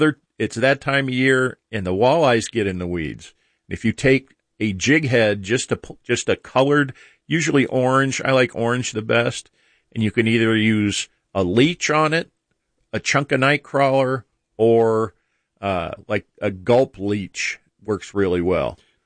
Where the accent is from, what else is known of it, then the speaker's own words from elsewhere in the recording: Akron, Ohio, United States; born there; was born in Akron.